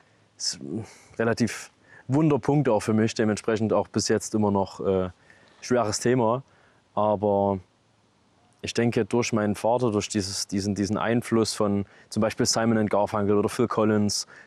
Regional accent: Reichenbach, Germany; für Reichenbach, meine Heimat, was ich hier erlebt habe

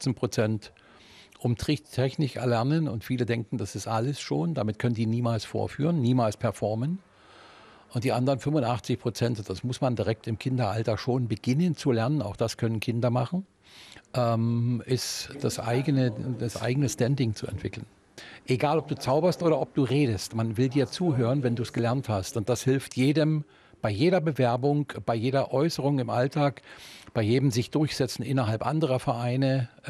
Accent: Görlitz, Saxony, Germany; Ich bin ja nur hier wieder hergekommen, weil ich gebürtiger Görlitzer bin, aber ansonsten bin ich weit außerhalb natürlich ein Begriff für viele.

